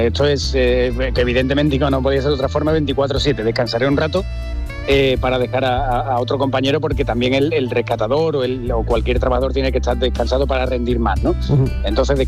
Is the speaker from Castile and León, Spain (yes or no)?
no; Dos Hermanas, Andalusia, Spain; Yo soy de Dos Hermanas.